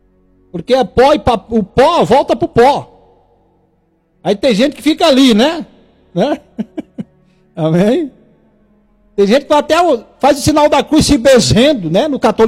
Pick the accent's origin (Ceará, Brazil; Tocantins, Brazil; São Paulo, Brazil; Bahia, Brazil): Tocantins, Brazil; born there; Eu sou do Tocantins, viu? Goiano. Quando eu nasci era Goiás ainda